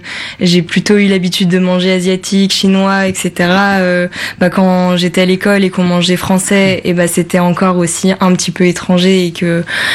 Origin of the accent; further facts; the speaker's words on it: France; born there; Oui, et puis moi je suis née en France et j'ai des origines chinoises, et quand je vais en Chine, bah, je me sens étrangère